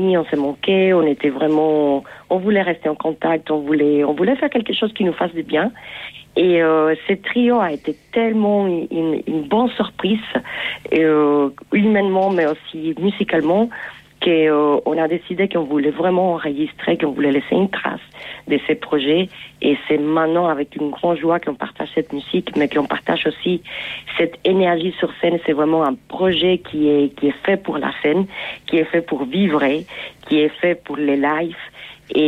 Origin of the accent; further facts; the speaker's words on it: Cuba; moved away; Et Inor, on est les deux Cubains. Et on a étudié en fait à l'école ensemble quand on était enfants à Cuba.